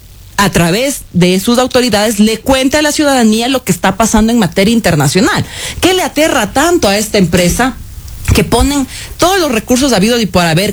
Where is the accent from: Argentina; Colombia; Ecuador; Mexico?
Ecuador; evidentemente como ecuatoriana entiendo la indignación y querer que las cabezas rueden.